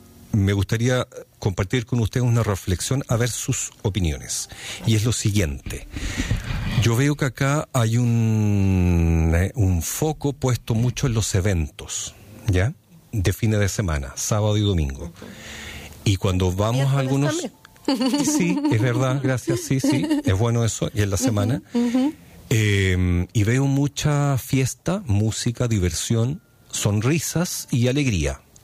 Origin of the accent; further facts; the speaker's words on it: southern Chile, Chile; moved away; yo soy chileno, yo soy de la parte austral